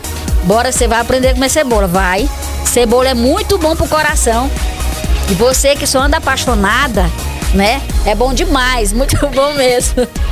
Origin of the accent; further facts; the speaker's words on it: Maranhão, Brazil; eu sou maranhense